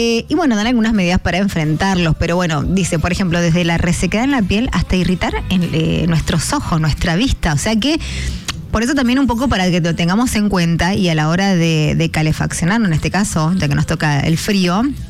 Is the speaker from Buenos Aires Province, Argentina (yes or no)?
no; Mendoza, Argentina; a los mendocinos, por más que somos de Mendoza, vivimos aquí en Mendoza